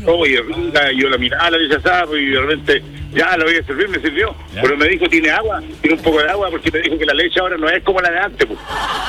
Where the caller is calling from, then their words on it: Chile; Somos chilenos, pues.